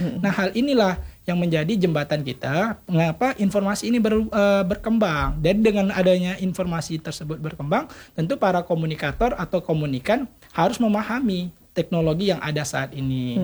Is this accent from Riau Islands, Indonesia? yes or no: yes; Tanjung Pinang, Riau Islands, Indonesia; moved away as an adult; also born or lived in Yogyakarta; saya putra daerah dari Kota Tanjung Pinang. Yang baru pulang dari perantau habis pendidikan di Kota Jogja.